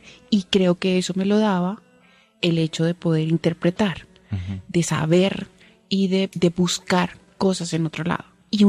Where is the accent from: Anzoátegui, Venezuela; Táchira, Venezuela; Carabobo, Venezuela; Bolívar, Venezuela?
Carabobo, Venezuela; Valencia; Además, yo soy de Valencia.